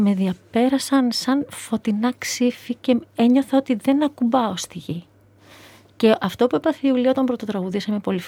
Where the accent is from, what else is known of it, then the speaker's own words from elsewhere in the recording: Thessaloniki, Central Macedonia, Greece; also born or lived in Ioannina; Είμαι άνθρωπος της πόλης. Ναι. Mm. Γεννήθηκα στα Γιάννενα, μεγάλωσα Θεσσαλονίκη. Κρατούσαμε επαφές με τα χωριά, αλλά όχι πολύ.